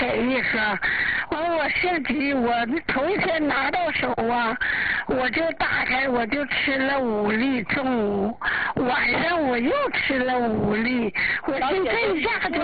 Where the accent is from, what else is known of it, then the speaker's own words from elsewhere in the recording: Liaoning, China; now in Changchun, China; 我家老家是辽宁的，现在在儿子家住的。